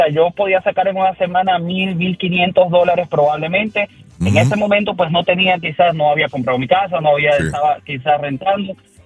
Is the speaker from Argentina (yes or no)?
no; Venezuela; moved away; soy venezolano.